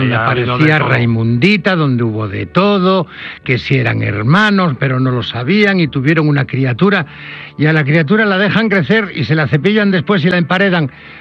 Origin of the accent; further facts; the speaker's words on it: Asturias, Spain; yo soy asturiano.